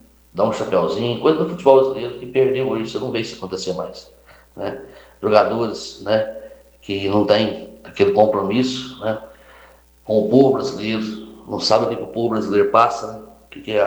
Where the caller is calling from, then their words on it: Brazil; a gente é brasileiro, a gente torce